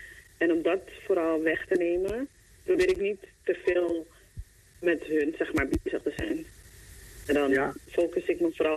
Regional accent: Netherlands; born there; We zijn Surinaams. Maar helaas zijn we wel in Nederland geboren.

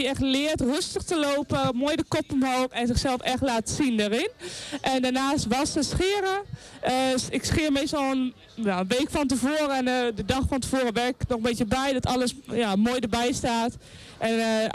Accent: Zwolle, Overijssel, Netherlands; Ik kom uit Zwolle en daar heb ik een melkveehouderij samen met mijn ouders.

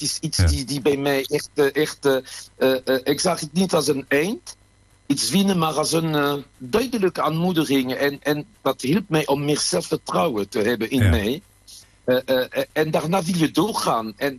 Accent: France; Dutch is a second language; moved away as an adult; now in Netherlands; ik denk als Fransman, dat is absurd.

